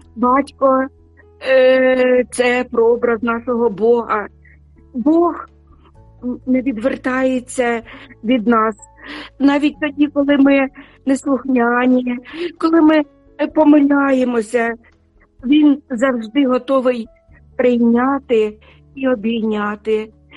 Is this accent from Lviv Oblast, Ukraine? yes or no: no; Sumy, Sumy Oblast, Ukraine; Сьогодні в моєму рідному місті Суми об'явлено день жалоби, день скорботи.